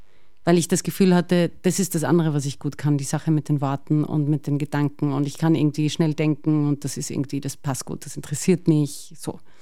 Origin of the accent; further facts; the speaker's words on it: Vienna, Austria; ich bin Wienerin. Mhm. Und ich finde, also erstaunlicherweise empfinde ich die Stadt Wien auch als mein Zuhause, so richtig, das hat so ein richtiges Zuhausegefühl.